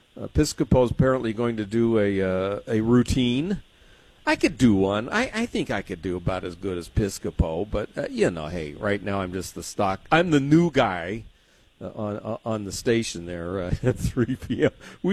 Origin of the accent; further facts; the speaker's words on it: San Diego, California, United States; moved away; I've been on a lot of harbor cruises growing up in San Diego